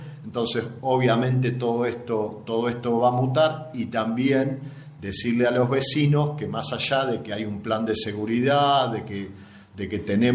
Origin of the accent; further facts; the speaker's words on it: Ramallo, Buenos Aires Province, Argentina; soy de Ramallo